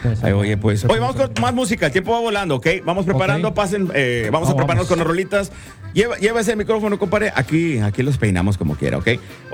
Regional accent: Gustavo Díaz Ordaz, Tamaulipas, Mexico; Mi pueblo natal, compadre, yo nací en Díaz Ordaz.

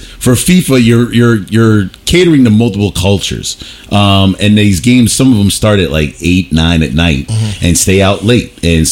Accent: New York, United States; born there; also born or lived in New Jersey; now in Rochester, United States; I know how we were raised downstate in New York and in New York City and New Jersey

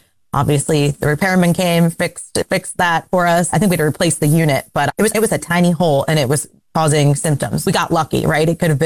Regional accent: New Jersey, United States; I remember I grew up in New Jersey, and I remember our CO alarm actually did go off.

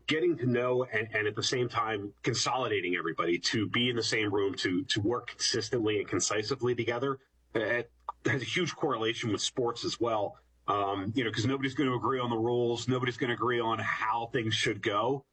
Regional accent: Media, Pennsylvania, United States; So I am from Delco, land in media

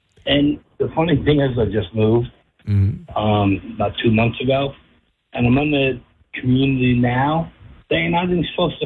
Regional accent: Spotswood, New Jersey, United States; I grew up in Spotswood

